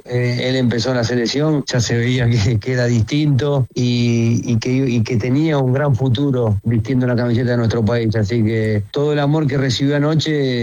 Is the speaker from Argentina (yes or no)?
yes; Argentina